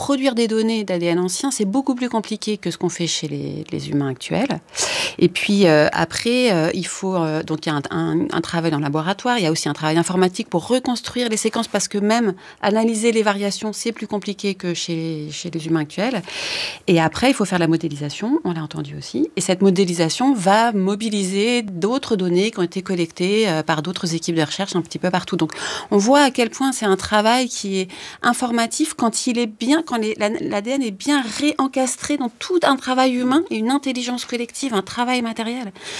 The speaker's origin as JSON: {"language": "French", "town": "Paris", "region": "Île-de-France", "country": "France", "tie": "born there", "said": "Donc moi, je suis née à Paris, donc je vais être étiquetée parisienne, alors que j'ai une partie de ma famille qui est russe, une autre partie qui est du nord de la France."}